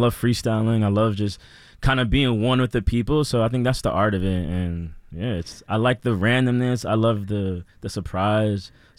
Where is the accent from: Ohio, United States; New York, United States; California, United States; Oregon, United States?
New York, United States; New York City; Growing up in El Barrio is just, this is what I know.